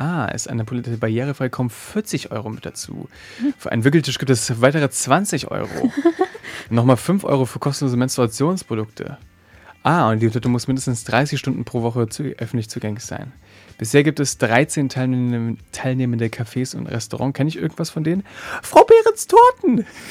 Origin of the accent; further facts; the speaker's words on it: Berlin, Germany; Ich komme aus Berlin